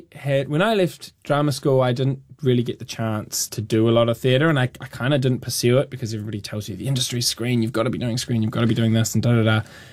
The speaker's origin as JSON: {"language": "English", "town": "Christchurch", "region": "Canterbury", "country": "New Zealand", "said": "I'm from Christchurch, but, I have family friends who are farmers, and we spend a lot of our time in like rural Otago and places like that."}